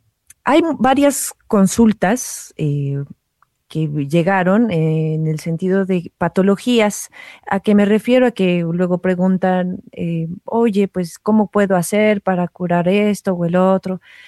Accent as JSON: {"language": "Spanish", "country": "Costa Rica", "said": "en mi país, Costa Rica, en los años 60"}